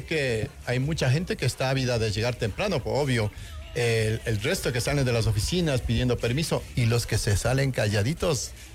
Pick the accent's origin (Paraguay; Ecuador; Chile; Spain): Ecuador; Quito, Pichincha; born there; como buenos ecuatorianos, como quiteños de nacimiento